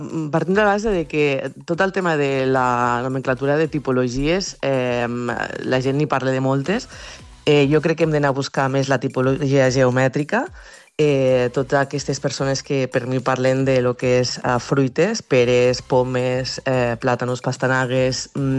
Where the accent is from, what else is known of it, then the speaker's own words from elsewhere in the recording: Mollerussa, Catalonia, Spain; jo soc del Pla d'Urgell, de les Terres de Lleida, llavors aquí és molta zona de ramaderia i agricultura.